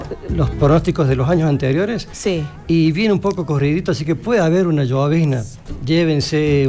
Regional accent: Córdoba, Argentina; now in Alta Gracia, Argentina; Yo también soy de Córdoba, pero hace mucho tiempo que estoy en Altagracia.

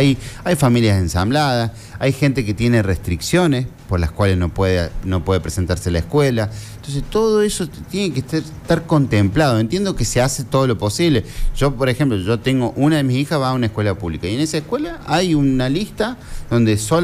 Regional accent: Las Maravillas, Córdoba, Argentina; also born or lived in Sebastián Elcano; No, yo nací en Sebastián Elcano. Nací en Sebastián Elcano, pero yo soy de Las Maravillas.

